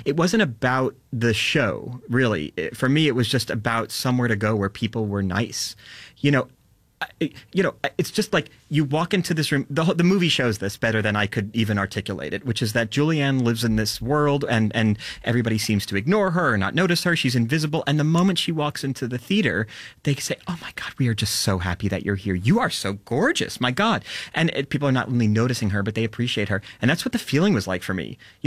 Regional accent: United States; When you see French words like chalet as a Canadian, is it more familiar than me as an American seeing a French word?

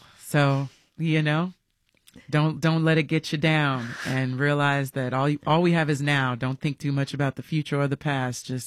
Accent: New York City, New York, United States; But also just growing up in New York City public schools and having great teachers.

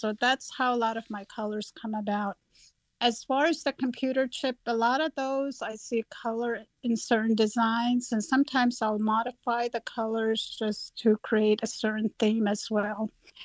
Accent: United States; I was raised on Navajo land, and pay attention to my surroundings, the colors.

